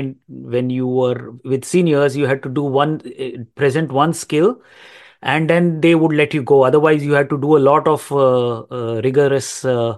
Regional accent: India; now in Canada; I'm originally from India. I migrated here to Canada in 2014

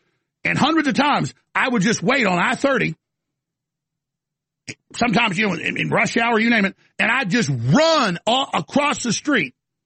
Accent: Texas, United States; I grew up outside Dallas

